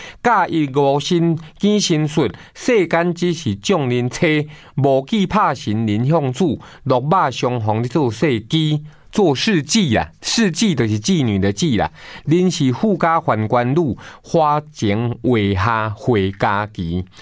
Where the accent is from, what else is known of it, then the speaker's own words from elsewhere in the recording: Taiwan; 好像是我们台湾人，除非你是基督教